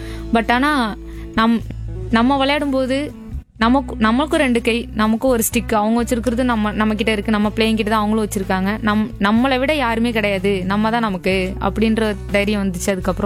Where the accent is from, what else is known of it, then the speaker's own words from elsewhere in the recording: Thiruvarur, Tamil Nadu, India; moved away as an adult; now in Chennai, India; நான் என்னோட சொந்த ஊர் திருவாரூர்.